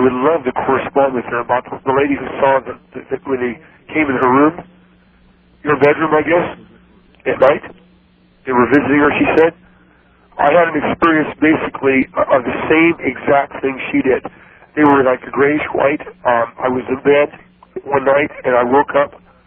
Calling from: Fresno, California, United States; I'm from Fresno, California.

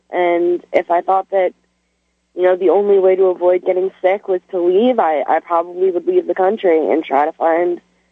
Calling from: New Jersey, United States; I'm in New Jersey.

